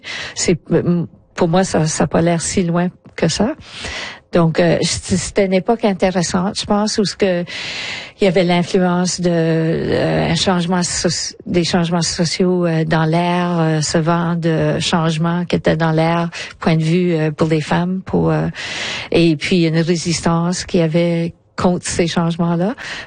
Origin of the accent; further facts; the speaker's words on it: Lille, Hauts-de-France, France; Ça représente un peu mon enfance à Lille.